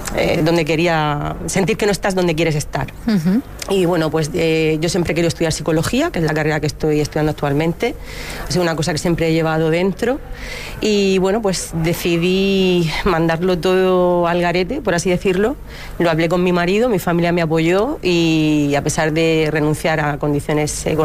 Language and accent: Spanish; Region of Murcia, Spain; yo soy muy más murciana que el limón.